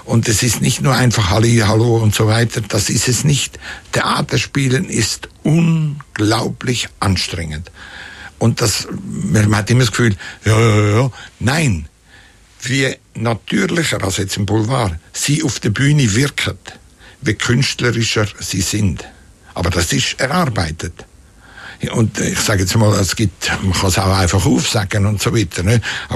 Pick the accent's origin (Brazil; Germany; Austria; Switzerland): Switzerland; Kaltbrunn, St. Gallen; Und da gab es damals in dem Dorf, wo ich aufgewachsen bin, Kaltbrunn hat das geheißen. Heißt heute noch.